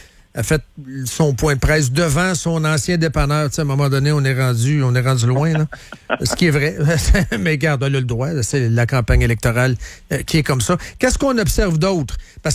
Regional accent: Trois-Rivières, Quebec, Canada; moi aussi, je viens de Trois-Rivières

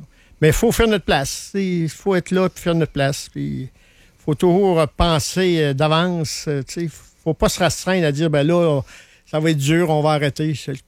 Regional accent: Quebec, Canada; On est québécois, puis là, on s'en va vers les autres provinces.

